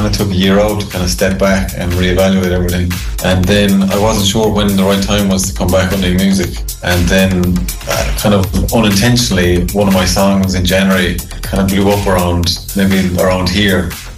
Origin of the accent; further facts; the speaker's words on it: Dingle, Munster, Ireland; I'm from Dingle, small town in the southwest of Ireland.